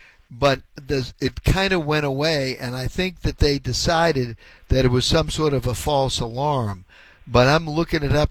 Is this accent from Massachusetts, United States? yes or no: yes; Hyde Park, Massachusetts, United States; I grew up in Hyde Park too, as you probably know. I'm a Reedville boy